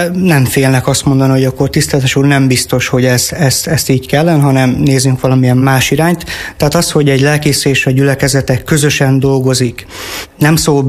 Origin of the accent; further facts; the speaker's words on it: Zakarpattia Oblast, Ukraine; now in Hungary; hogy én kárpátaljai származású vagyok, előtte Szerencsén éltünk 2 évig.